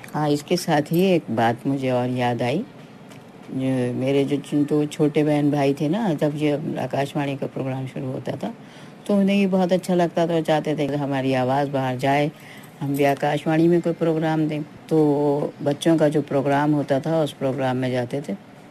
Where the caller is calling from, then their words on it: Bijnor district, Uttar Pradesh, India; मैं ग्राम पुरैनी की निवासी हूँ।